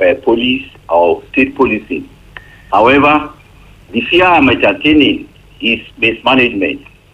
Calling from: Iwaroka, Nigeria; I'm calling from Iwaroka.

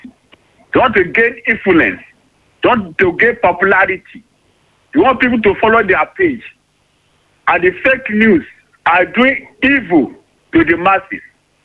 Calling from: Akure, Ondo, Nigeria; from Kejeba, Akure.

